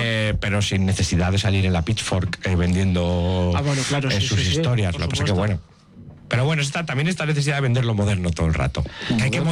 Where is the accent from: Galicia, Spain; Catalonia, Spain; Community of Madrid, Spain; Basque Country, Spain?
Basque Country, Spain; Bilbao; Yo soy una DJ de Bilbao.